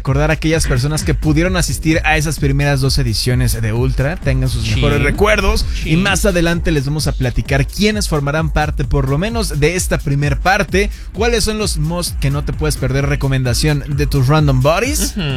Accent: Mexico

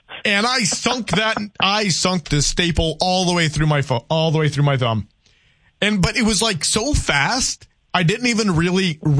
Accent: Louisiana, United States; Look, I grew up in Louisiana.

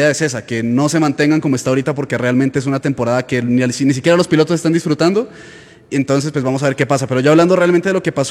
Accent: Ecuador

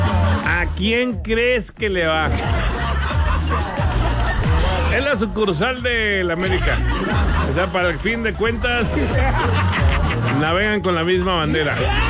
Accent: Mexico; Somos mexicanos, soy mexicano

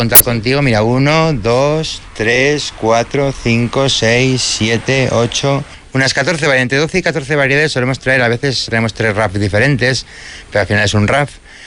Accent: Navarre, Spain; Pero a mí, por ejemplo, como soy de Navarra y somos bastante tradicionales

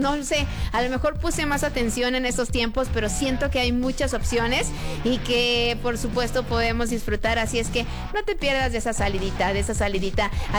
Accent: Mexico; somos los mexicanos

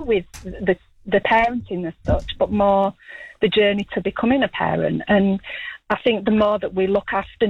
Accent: Yorkshire and the Humber, United Kingdom; I'm from West Yorkshire, England.

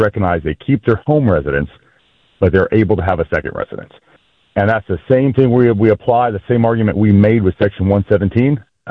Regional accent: Alabama, United States; I have been an Alabama resident my entire life. Born and raised in Alabama, have my farm in Alabama, my business is based in Alabama

